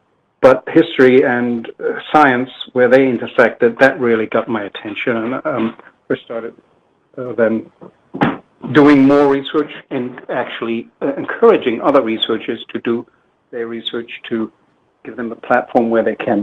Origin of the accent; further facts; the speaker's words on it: Germany; moved away; Yeah, first, I was born in West Germany and grew up pretty much normal, lower middle class upbringing, and I ended up studying chemistry at Bonn University